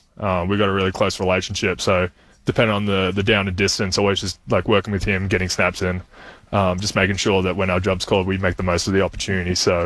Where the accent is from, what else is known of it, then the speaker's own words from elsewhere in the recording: Australia; accent: Australian; now in Arizona, United States; I'm from Australia, we drive on that side of the road.